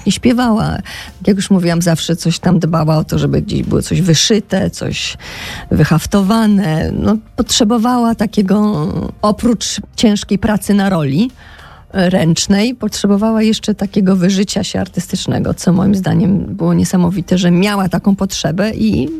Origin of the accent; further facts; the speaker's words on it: Podlaskie Voivodeship, Poland; Bardzo ważnymi osobami w moim życiu byli moi dziadkowie, bo wychowałam się w zasadzie na wsi pod Białymstokiem u nich